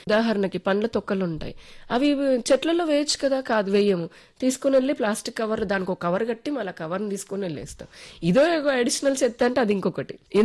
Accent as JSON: {"language": "Telugu", "region": "Andhra Pradesh", "country": "India", "said": "So నాకు చాలా గర్వకారణంగా ఉంది, నేను ఆంధ్రప్రదేశ్ నుంచి ఉన్నాను కాబట్టి."}